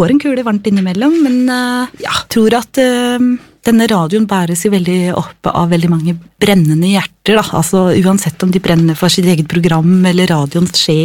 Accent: Oslo, Norway; født og oppvokst I Oslo

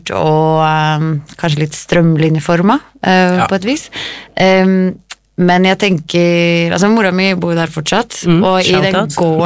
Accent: Oslo, Norway; Vi kommer fra Oslo begge to. Jeg fra Grunnløkka.

